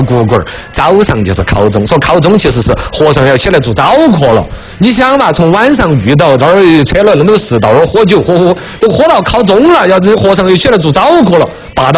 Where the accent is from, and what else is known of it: China